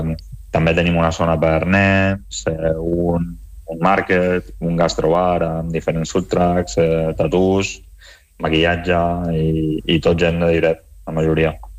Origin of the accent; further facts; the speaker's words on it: Lloret de Mar, Catalonia, Spain; moved away as an adult; now in Vidreres, Spain; vaig créixer a Lloret, ara mateix estic visquent a Vidreres, però, bueno, que pràcticament me segueixo molt vinculat a Lloret